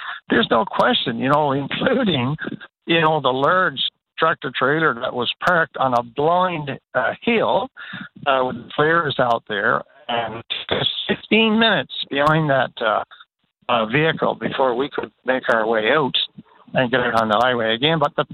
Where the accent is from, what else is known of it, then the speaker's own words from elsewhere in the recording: North Harbour, Newfoundland and Labrador, Canada; I talk about my hometown of North Harbour, and we are just, I'm just about on the verge now of having to park my vehicle about a half a kilometer from my home